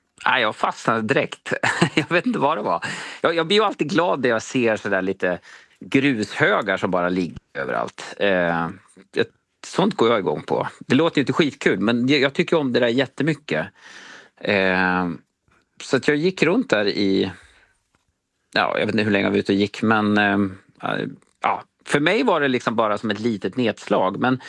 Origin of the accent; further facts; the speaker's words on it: Gävle, Gävleborg County, Sweden; now in Stockholm, Sweden; Jag är från Gävle från början, men numera bosatt i Stockholm.